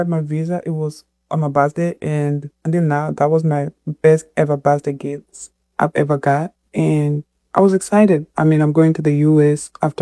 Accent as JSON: {"language": "English", "town": "Mumias", "region": "Kakamega County", "country": "Kenya", "said": "I'm from Ushagro. Mumias, Kakamega, Harambee, Mukwea."}